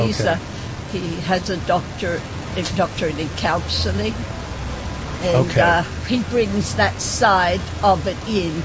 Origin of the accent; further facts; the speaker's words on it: Australia; I'm an Australian, yes.